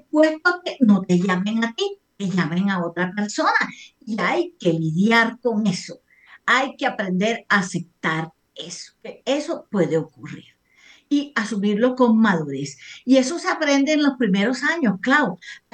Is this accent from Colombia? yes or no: yes; Colombia; como ciudadanos, como colombianos